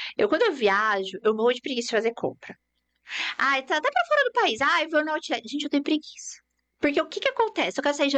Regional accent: Cuiabá, Mato Grosso, Brazil; now in Cascavel, Brazil; Eu falo que eu sou de Cuiabá.

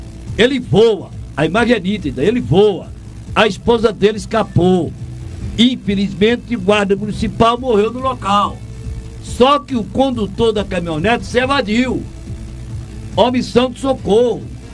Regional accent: Altinho, Pernambuco, Brazil; minha terra natal, Altinho.

